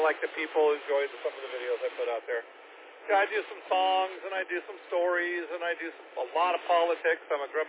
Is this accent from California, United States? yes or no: yes; California, United States; I'm from California